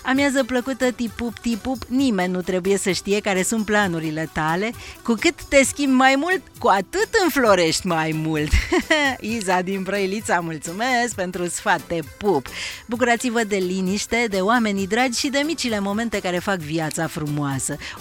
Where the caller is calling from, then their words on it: Holbav, Brașov County, Romania; din Dealul Mare, din comuna Holbav